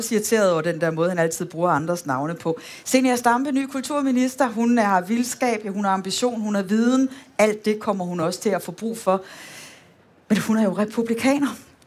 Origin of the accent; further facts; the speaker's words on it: Aarhus, Central Denmark Region, Denmark; Som sagt, jeg er jo aarhusianer, når jeg kommer tilbage til min gamle hjemby og ser, hvad der er skudt op.